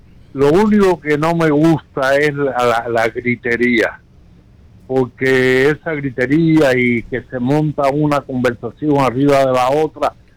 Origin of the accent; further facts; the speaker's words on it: United States; Yo soy americano.